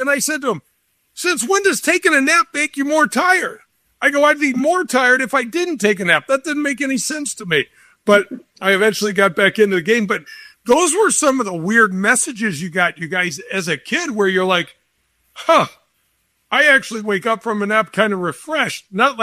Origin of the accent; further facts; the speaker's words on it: North County, St. Louis, Missouri, United States; I grew up in North County, which was about 40 minutes away from St. Louis U High.